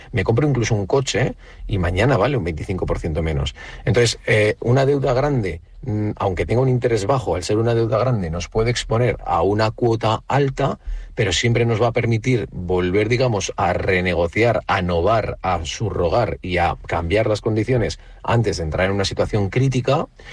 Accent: Spain; nosotros normalmente los españoles

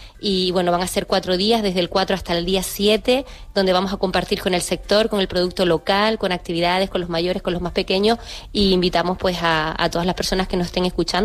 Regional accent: Teguise, Canary Islands, Spain; para los que somos de Teguise, para los vecinos de La Graciosa

